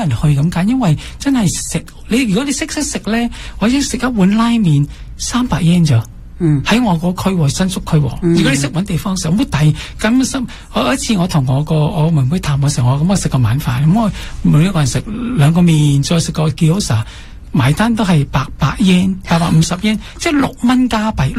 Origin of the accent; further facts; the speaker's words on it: Canada; moved away as an adult; now in Japan; 我加拿大人咁啦，咁样嚟，跟住咧好多时咧，嗰啲学生咧都系廿零岁多啲，咁我最年纪大啲一个个